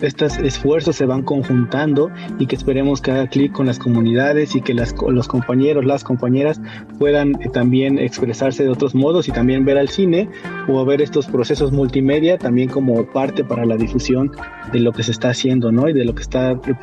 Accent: Hueytamalco, Puebla, Mexico; yo soy de Huaytamalco, Puebla.

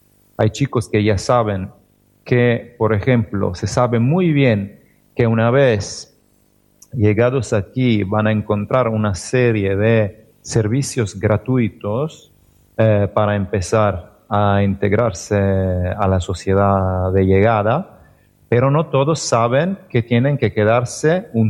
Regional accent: Italy; Spanish is a second language; now in Tenerife, Spain; Yo soy italiano, no uso mi idioma en la investigación. Entonces, siempre soy extranjero, la verdad, en lo que hago.

